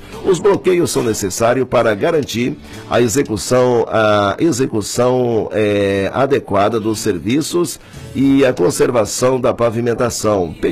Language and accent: Portuguese; Paraíso do Tocantins, Tocantins, Brazil; moved away; Paraíso e outras cidades ao redor ali da minha cidade natal, Paraíso, né?